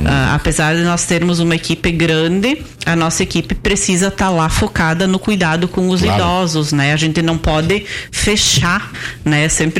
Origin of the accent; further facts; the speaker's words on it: Veranópolis, Rio Grande do Sul, Brazil; now in Vila Flores, Brazil; É, eu sou natural de Veranópolis e moro em Vila Flores